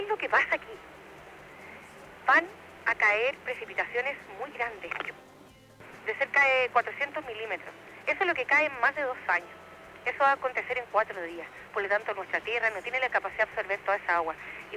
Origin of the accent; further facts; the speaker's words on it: Chile; Además somos chilenos, somos de un país que tiene una serie de emergencias.